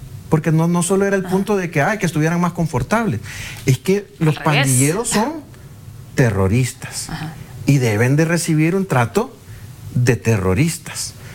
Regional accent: El Salvador

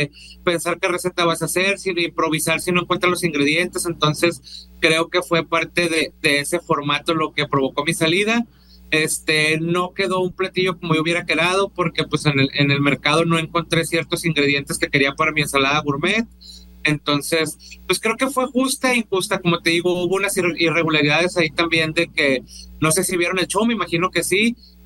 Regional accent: Culiacán, Sinaloa, Mexico; soy de Culiacán.

